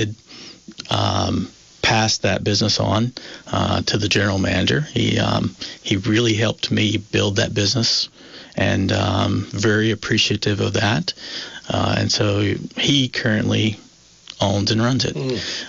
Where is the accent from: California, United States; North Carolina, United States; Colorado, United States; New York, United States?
North Carolina, United States; moved away as an adult; now in Vermont, United States; it's not much different than the area I grew up in North Carolina.